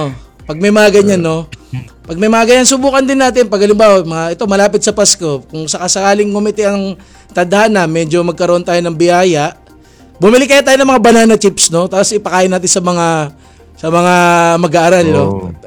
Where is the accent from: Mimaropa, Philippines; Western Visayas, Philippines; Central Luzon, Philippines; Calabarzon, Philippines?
Western Visayas, Philippines; Saka ilonggo kasi ako. Naalala ko yung ano ba yun? Nakalimutan ko yung tawag dun eh. Sa amin meron ganun eh.